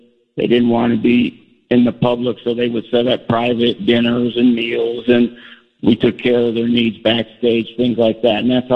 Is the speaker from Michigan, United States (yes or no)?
yes; Kalamazoo, Michigan, United States; moved away as an adult; I was raised, I think, maybe about an hour and a half drive from Chicago in Kalamazoo, Michigan.